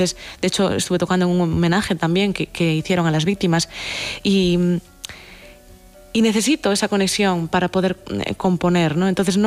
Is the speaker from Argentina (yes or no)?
no; Galicia, Spain; Y yo como buena gallega, también.